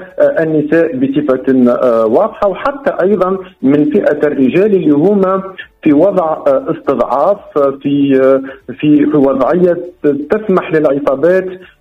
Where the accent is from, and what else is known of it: Tunisia